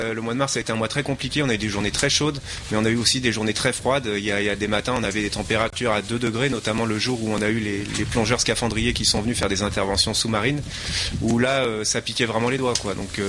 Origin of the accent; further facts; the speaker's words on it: Châtellerault, Nouvelle-Aquitaine, France; donc je suis natif de Châteauneuf. J'y ai passé toute mon enfance et je suis châtellerodé depuis toujours.